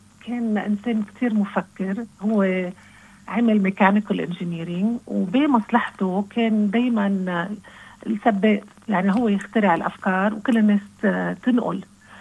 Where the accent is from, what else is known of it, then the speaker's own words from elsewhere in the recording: Lebanon; moved away as an adult; also born or lived in United States; يضلوا يفكروا مثل ما نحن بنفكر كلبنانية، يحبوا يرجعوا على الوطن، يكون عندهم إيمانهم نحن مسيحية موارنة